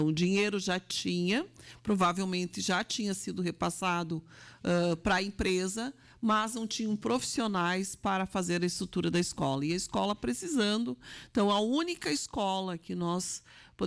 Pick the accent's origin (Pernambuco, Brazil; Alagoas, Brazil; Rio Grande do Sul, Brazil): Rio Grande do Sul, Brazil; São Luiz Gonzaga; eu sou de uma região, sou lá de São Luís Gonzaga, da região das Visões